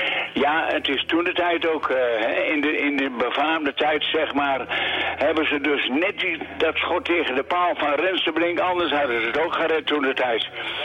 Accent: Netherlands; We hopen allen als Nederlander dat we gewoon het doen

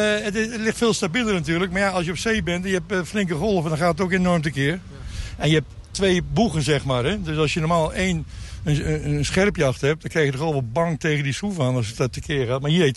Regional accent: Zwolle, Overijssel, Netherlands; En ik kom uit Zwolle. Ik heb daar nog wat zakelijke dingen.

